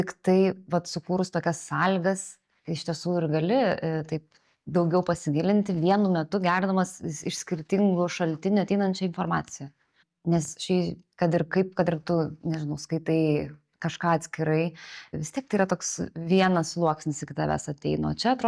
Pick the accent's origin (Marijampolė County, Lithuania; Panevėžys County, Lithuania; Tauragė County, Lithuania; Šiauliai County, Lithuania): Panevėžys County, Lithuania; Ramygala; now in Vilnius, Lithuania; Aš užaugau Ramygaloje, kurios kultūros centras yra buvusi sinagoga, prie mano namų yra apleistos žydų kapinės, kurios vietiniai tvarko.